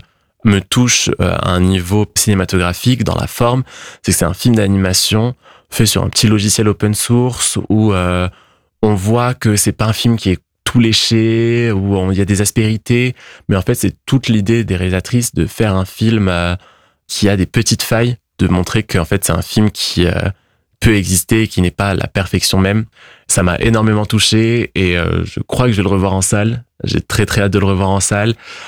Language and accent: French; Morocco; Je viens de ce même milieu-là, j'ai grandi au Maroc